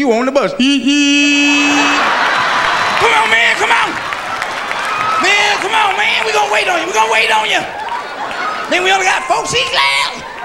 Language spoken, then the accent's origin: English; Atlanta, Georgia, United States; I'm from Atlanta, Georgia